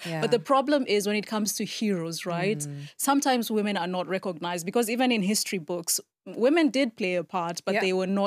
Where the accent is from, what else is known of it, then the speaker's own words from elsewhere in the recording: Kenya; I'm Kenyan.